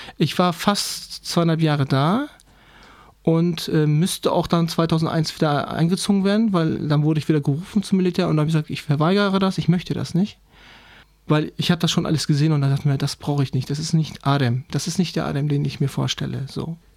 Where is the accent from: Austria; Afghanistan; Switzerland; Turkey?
Turkey; now in Germany; Türkischen Pass habe ich immer noch, habe ich es immer noch nicht abgegeben, weil ich, ist meine Heimat. Hier bin ich zu Hause, aber meine Heimat ist da.